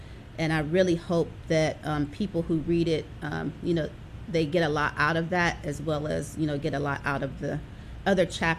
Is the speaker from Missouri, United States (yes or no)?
no; Pittsburgh, Pennsylvania, United States; now in Atlanta, United States; I am hailing from Atlanta, but I'm also by way of Pittsburgh, Pennsylvania. I grew up in Pittsburgh.